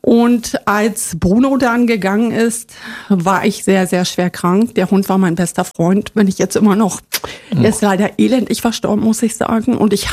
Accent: East Germany, Germany; Ja, ich bin ein Kind des Ostens. Ich bin im Osten groß geworden.

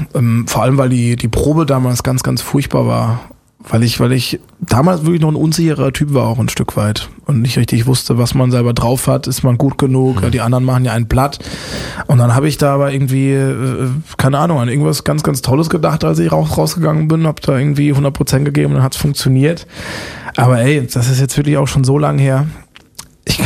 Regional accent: Busenbach, Baden-Württemberg, Germany; Aber jetzt bei mir, meinem Heimatdorf, ist es natürlich...

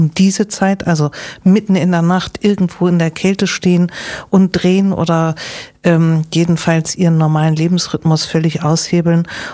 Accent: Hamburg, Germany; das sage ich als Hamburgerin.

